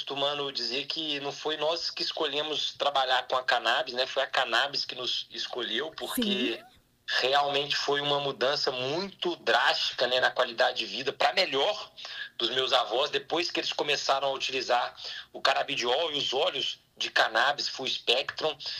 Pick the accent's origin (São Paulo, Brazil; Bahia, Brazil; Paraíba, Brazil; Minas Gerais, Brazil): Minas Gerais, Brazil; Belo Horizonte; Eu sou de 94, né, Diva? Eu vou completar meus 32 anos. E eu nasci aqui em Belo Horizonte, no bairro Floresta, no qual eu morei grande parte da minha vida. Hoje eu moro ainda em Belo Horizonte, mas no bairro Cidade Nova.